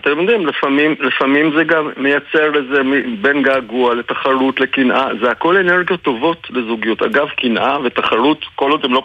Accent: Jerusalem, Jerusalem District, Israel; נגיד שאני גדלתי בירושלים והייתי בא עם זוג נעליים פעם בשנה

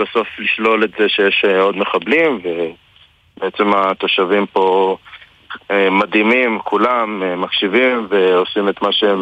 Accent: Kiryat Shmona, Northern District, Israel; born there; now in Misgav Am, Israel; אני יליד קריית שמונה.

